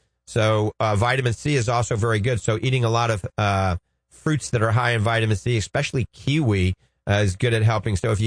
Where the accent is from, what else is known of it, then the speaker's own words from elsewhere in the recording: New Orleans, Louisiana, United States; accent: New Orleans; I promise, my New Orleans accent is going to come out right now.